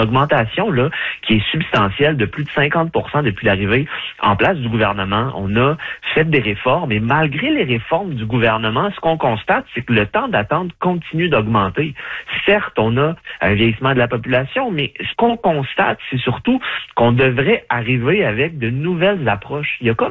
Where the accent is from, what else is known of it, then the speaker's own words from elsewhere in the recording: Quebec, Canada; en tant que Québécois qui doit être soigné, ben moi, je débourserai pas plus quand je vais aller là.